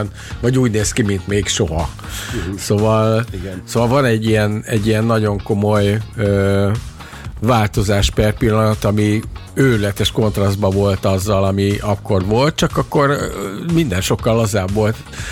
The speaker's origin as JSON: {"language": "Hungarian", "region": "Budapest", "country": "Hungary", "tie": "born or raised there", "said": "Szóval én ott nőttem fel abba a környezetbe, egy ilyen eléggé polgári környezet."}